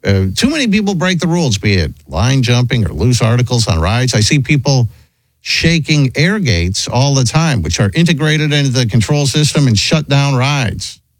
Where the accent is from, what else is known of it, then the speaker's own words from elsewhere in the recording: New Jersey, United States; I'm from New Jersey.